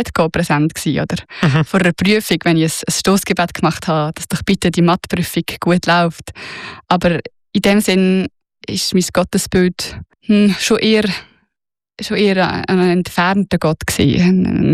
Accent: Lucerne, Switzerland; ich bin auf dem Land im Kanton Luzern aufgewachsen

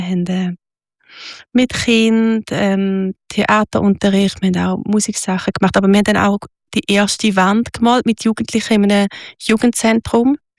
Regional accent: Switzerland; Wo wir hinkommen, werden wir geliebt als Schweizer. Nur schon mit unserer weißen Haut werden wir überall geliebt.

